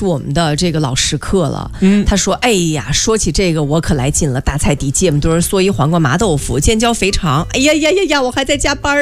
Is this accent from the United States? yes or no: no; Beijing, China; 我觉得卤煮它可能就是我们北京人的生活，